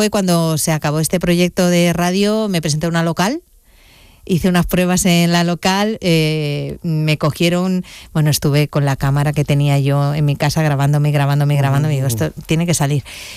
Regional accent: Valencia, Valencian Community, Spain; Tú sabes que yo me crié en Valencia. En Valencia la Semana Santa no se vive como en Andalucía, ni por asomo.

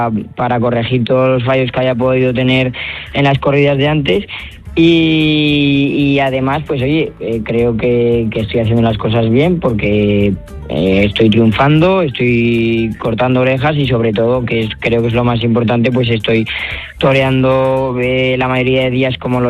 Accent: Zaragoza, Aragon, Spain; es Zaragoza y porque es mi tierra, ¿no?

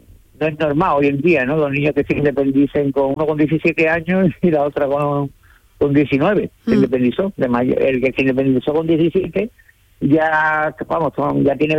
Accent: Dos Hermanas, Andalusia, Spain; moved away as an adult; now in Lagos del Serrano, El Ronquillo, Spain; Yo soy de toda la vida de Dios, de Montequinto.

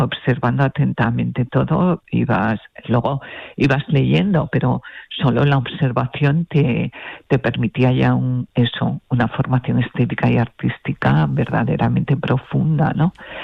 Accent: Jaén, Andalusia, Spain; also born or lived in Barcelona / Madrid / Málaga / Rome; Como provengo de distintos sitios de España, provengo de Jaén, de Barcelona, de Madrid, también soy malagueña porque llevo muchos años aquí

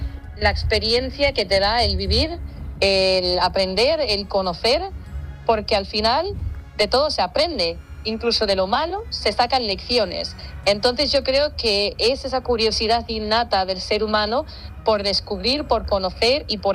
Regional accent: Andalusia, Spain; Y podría decirte que de Andalucía, pero también de muchos más.

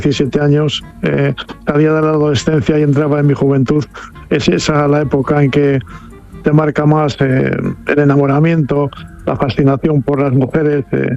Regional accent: Miranda de Ebro, Castile and León, Spain; muchos recuerdos de mi infancia en Miranda, cuando iba al Ebro con mis amigos a bañarme, los veranos, el fútbol en las campas, en las eras, como se decía en Miranda, esa época en la que tenía 10 o 12 años

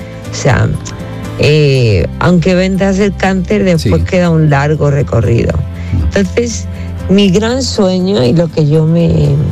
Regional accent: Spain; Digo, no, pues soy española.

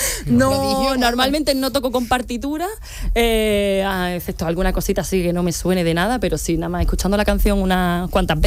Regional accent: Granada, Andalusia, Spain; mira que soy granadina

